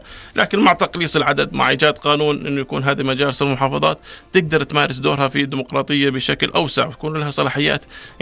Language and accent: Arabic; Jordan; يعني إحنا كمواطنين أردنيين وكحزب أردني